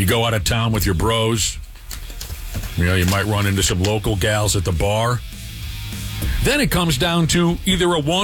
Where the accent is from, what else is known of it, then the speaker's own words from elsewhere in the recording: Ireland; Don't come after me for being anti-Irish. I'm an Irish person. I'm just saying.